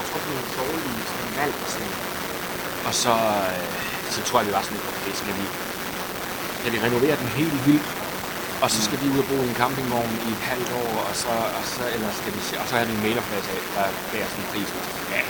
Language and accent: Danish; Næstved, Zealand, Denmark; now in Copenhagen, Denmark; Jeg er nyt vildt fra Næstved Hovedsæt.